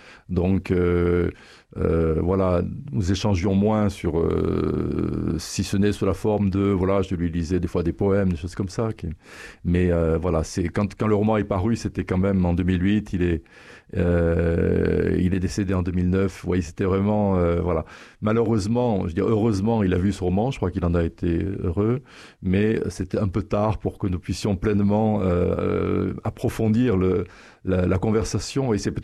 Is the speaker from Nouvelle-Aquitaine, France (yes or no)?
yes; Guéret, Nouvelle-Aquitaine, France; born or raised there